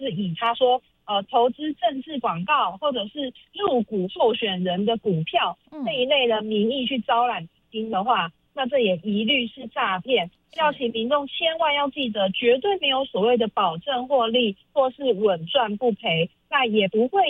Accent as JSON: {"language": "Chinese", "country": "Taiwan", "said": "就是因为就是我们台湾人太喜欢讨论政治议题了"}